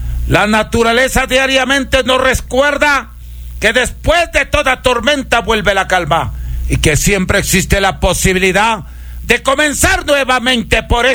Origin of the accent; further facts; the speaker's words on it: Huancabamba, Piura, Peru; como curador huancabambino del Perú, yo comparto enseñanzas inspiradas en todas las tradiciones de mi tierra natal, allá donde nosotros subíamos un cerro encantado para traer la hierba